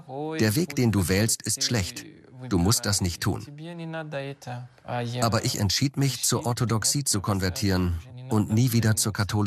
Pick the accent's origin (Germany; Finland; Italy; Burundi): Burundi; German is a second language; moved away as an adult; Ich komme aus Burundi. Das liegt in Ostafrika. Vor 3 Jahren kam ich hierher, um Theologie zu studieren.